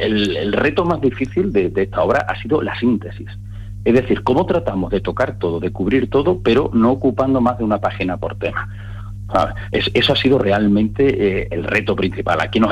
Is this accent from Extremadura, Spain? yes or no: yes; Extremadura, Spain; nos haga sentir orgullosos como extremeños